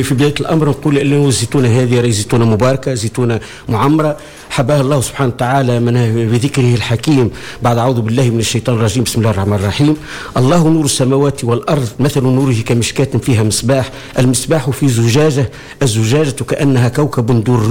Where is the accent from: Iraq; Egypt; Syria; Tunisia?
Tunisia; وانا فرحان برشا وممتن وفخور كتونسي